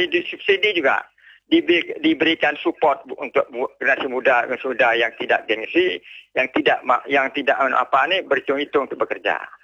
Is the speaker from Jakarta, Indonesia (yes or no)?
no; Bunguran Utara, Riau Islands, Indonesia; Seperti di kampung saya di Bungurang Utara itu apa nih bendungan irigasi terbesar di Riau.